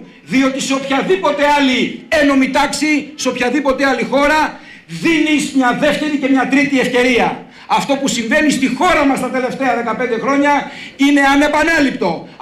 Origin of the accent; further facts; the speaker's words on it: Ionian Islands, Greece; Κάθε φορά που πατάω το πόδι μου στον τόπο μου νιώθω μια ιδιαίτερη συγκίνηση